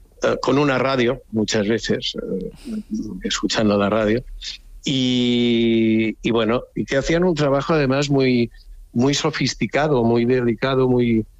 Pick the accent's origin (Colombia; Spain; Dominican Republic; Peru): Spain; Balearic Islands; yo soy mallorquín, vivo aquí en Mallorca